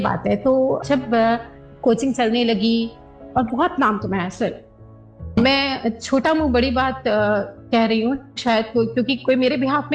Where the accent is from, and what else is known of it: Jharsuguda, Odisha, India